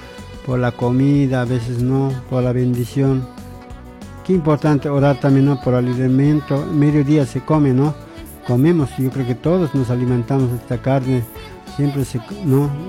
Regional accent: La Paz, Bolivia; yo soy de La Paz, de Bolivia, y de La Paz

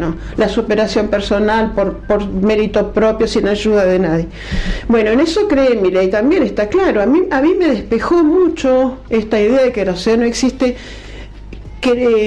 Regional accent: Fernández Oro, Río Negro, Argentina; Y tienen plata y Río Negro es muy pobre. Uh-huh. Ahora con la lluvia en mi pueblito, Fernández Oro, anduvo con una máquina tratando de nivelar el barro

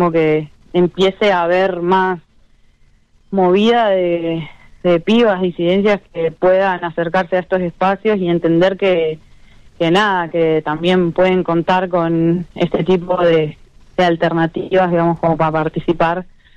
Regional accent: Neuquén, Argentina; Nosotras somos de acá, de Neuquén Capital.

